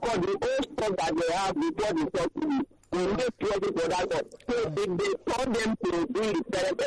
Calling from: Mushin, Lagos, Nigeria

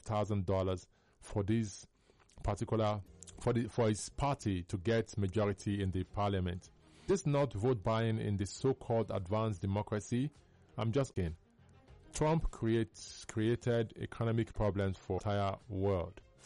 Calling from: Festac Town, Lagos, Nigeria; from Festac.

